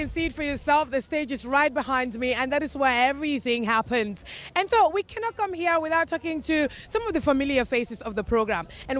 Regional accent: Gambia; I am actually from the Gambia.

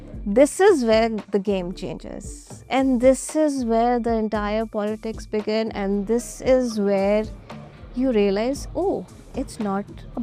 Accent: Karachi, Sindh, Pakistan; I am from Karachi, Pakistan, and I'm a marketer.

